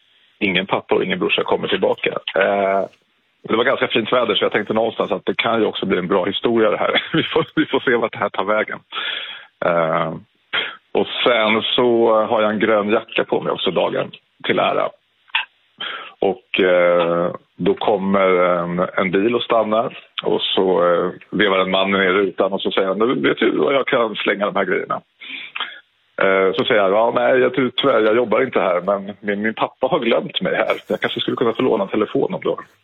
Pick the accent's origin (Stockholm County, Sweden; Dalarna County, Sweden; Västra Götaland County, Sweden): Stockholm County, Sweden; Täby; now in Skarpnäck, Stockholm, Sweden; när jag var 18 år, 1998, och bodde i Täby där jag växte upp.